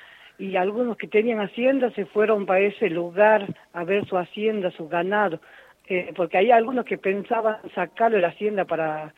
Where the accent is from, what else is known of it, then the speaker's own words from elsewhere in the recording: Nazareno, Salta, Argentina; soy de Nazareno, localidad Nazareno, el departamento Santa Victoria, provincia de Salta.